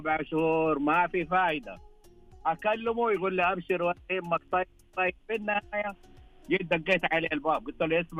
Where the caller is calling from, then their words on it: Jeddah, Makkah Province, Saudi Arabia; من مدينة جدة من الكورنيش